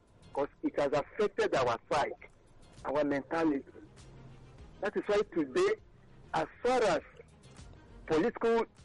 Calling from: Edo, Nigeria; I'm calling from Edo.

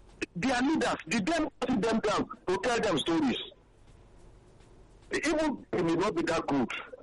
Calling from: Ibadan, Oyo, Nigeria; I'm calling from Ibadan.

